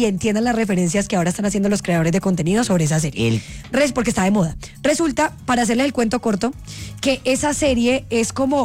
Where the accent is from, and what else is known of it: Colombia